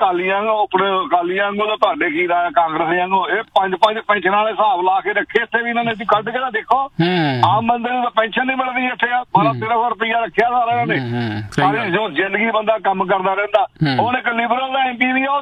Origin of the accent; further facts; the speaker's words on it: Punjab, India; now in Canada; ਭਾਈ ਵੀਰੋ ਇਹ ਜਿੱਦਾਂ ਨਾ ਪੰਜਾਬ ਚੋਂ ਦੁਖੀ ਹੋ ਕੇ ਅਸੀਂ ਇੱਥੇ ਆਏ ਗੌਰਮੈਂਟਾਂ ਤੋਂ, ਤੇ ਉਹੀ ਕੰਮ ਨੀ ਇੱਥੇ ਫੜ ਲਿਆ